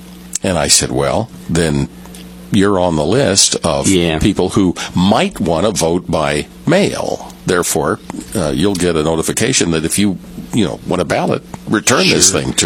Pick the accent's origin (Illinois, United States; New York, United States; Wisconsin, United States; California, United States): Illinois, United States; I remember years ago as a kid, I grew up in Southern Illinois